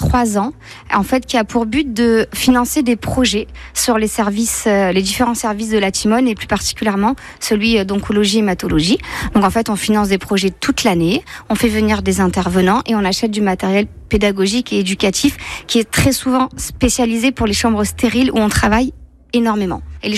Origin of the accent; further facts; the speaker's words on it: Marseille, Provence-Alpes-Côte d'Azur, France; born there; Je suis née à Marseille.